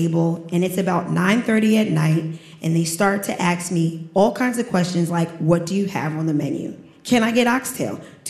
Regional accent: Staten Island, New York, United States; I'm from Staten Island, but I'm an 8th-generation direct descendant from Sandy Ground.

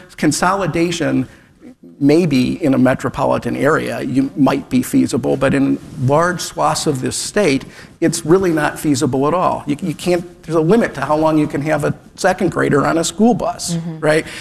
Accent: Cleveland Heights, Ohio, United States; Like I said, I grew up in Cleveland Heights.

